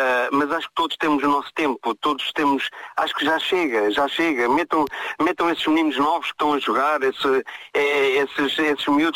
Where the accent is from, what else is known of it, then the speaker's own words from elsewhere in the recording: Portugal; como português, como um amante de desporto e do futebol.